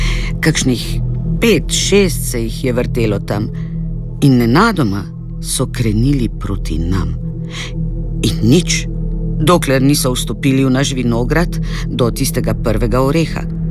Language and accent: Slovenian; Mokrin, Vojvodina, Serbia; z njo sem se 4 leta vozila od Mokrina do Kikinde, ker sem odraščala v Mokrinu. To je na skrajnem severu Banata, na romunski meji. Tam blizu je tudi Mačarska.